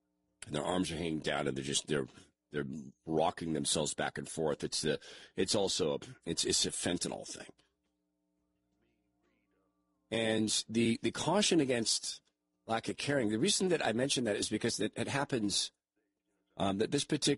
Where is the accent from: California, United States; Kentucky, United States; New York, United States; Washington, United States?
Washington, United States; Spokane; And I'm amazed at San Francisco and the wealth and the difference to where I grew up in Spokane, Washington.